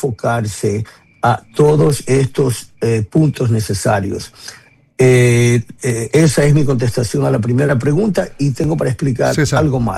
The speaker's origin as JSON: {"language": "Spanish", "country": "Ecuador", "tie": "born there", "moved": "yes", "said": "soy ecuatoriano de nacimiento, ¿okay? Soy ya jubilado del FBI, pero vengo ahora, bueno, no ahora, ya desde años atrás, he venido acá a Ecuador"}